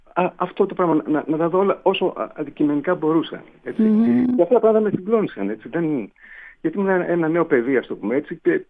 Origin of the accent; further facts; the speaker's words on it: Greece; moved away; Και εγώ όταν έφυγα από την Ελλάδα, τον Σεπτέμβριο του 85 έφυγα, και πήγα και ξαφνικά είδα, ας πούμε, το αντρικό μπλοκ και έπαθα σοκ, έτσι.